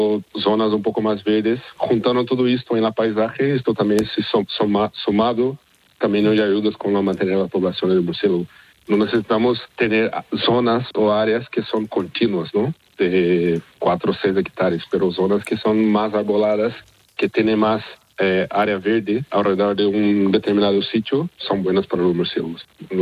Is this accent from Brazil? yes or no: yes; Brazil; Spanish is a second language; Yo estaba en máster en Brasil, yo soy brasileño.